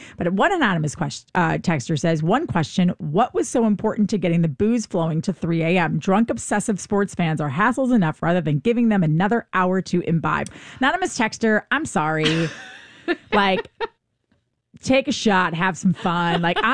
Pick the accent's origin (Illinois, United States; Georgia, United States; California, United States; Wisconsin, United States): Wisconsin, United States; now in Boston, United States; maybe because I grew up in Wisconsin